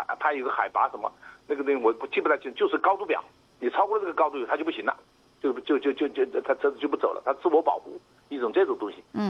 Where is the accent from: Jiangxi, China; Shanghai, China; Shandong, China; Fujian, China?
Jiangxi, China; 我们江西人